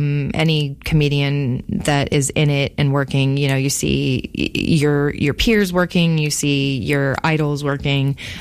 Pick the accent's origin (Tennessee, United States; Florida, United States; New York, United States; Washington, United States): Florida, United States; also born or lived in Los Angeles; now in Grand Rapids, United States; Yeah, so I'm a Grand Rapids transplant. I'm from Florida originally by way of Los Angeles and have been here about 9 years all told.